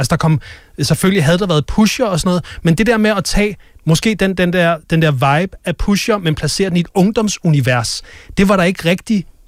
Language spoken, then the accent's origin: Danish; Zealand, Denmark; som en, der kommer fra Næstved-egnen